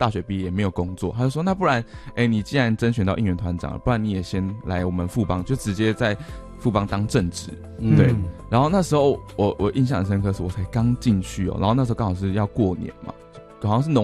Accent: Miaoli County, Taiwan; 因为我那时候大学是因为我苗栗人嘛、嗯、然后我读辅大，所以我参加的是竹友会，就是新竹苗栗的校

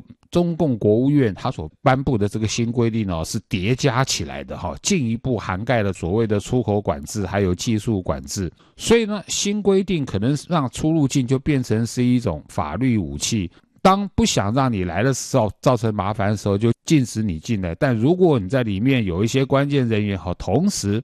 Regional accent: Taiwan; 我们台湾人

